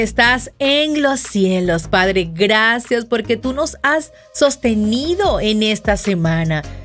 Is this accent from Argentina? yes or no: no; Venezuela; lo que ha pasado en Venezuela, wow. Qué tristeza pone en mi corazón el saber que mi pueblo está pasando por una situación difícil.